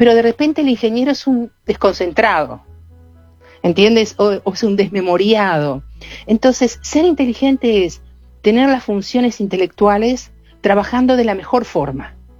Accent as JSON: {"language": "Spanish", "town": "San Gregorio de Polanco", "region": "Tacuarembó", "country": "Uruguay", "tie": "born or raised there", "also_born_or_lived": "Montevideo", "said": "yo nací en Montevideo y pasé mi primera infancia en Tacuarembó, en San Gregorio de Polanco."}